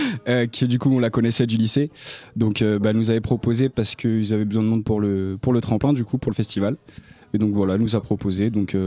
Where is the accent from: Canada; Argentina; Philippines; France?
France; La Roche-sur-Yon, Pays de la Loire; moved away as an adult; now in Nantes, France; on est originaire de La Roche-sur-Yon. On a commencé, on s'est rencontrés au lycée. Et puis après, du coup, là, on est en études supérieures. Donc, on a décalé sur Nantes. Donc là, on est basé sur Nantes